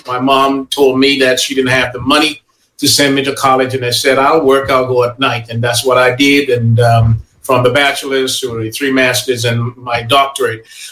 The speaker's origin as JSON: {"language": "English", "country": "Grenada", "tie": "born or raised there", "moved": "yes", "lives_now": "Long Island, United States", "said": "Growing up in Bylands, not having much, going to GBSS"}